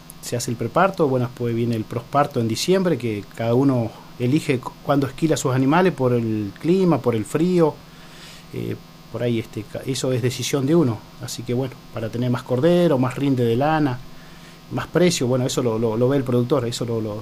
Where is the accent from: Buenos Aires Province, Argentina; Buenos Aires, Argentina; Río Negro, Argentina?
Río Negro, Argentina; also born or lived in Ingeniero Jacobacci / San Carlos de Bariloche; Yo nací en Ingenieros Jacobacci, nací. Así que bueno, soy nacido de ahí, bueno, después me crié un poco acá en Bariloche y bueno, y después más toda mi vida casi en el campo.